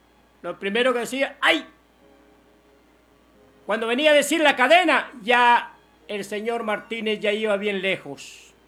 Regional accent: San Francisco Gotera, Morazán, El Salvador; Los semiteros somos de Gotera, departamento de Morazán. De ahí somos nosotros los semiteros

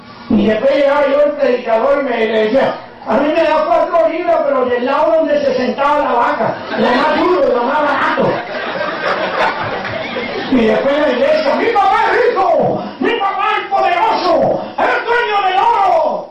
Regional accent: Italy

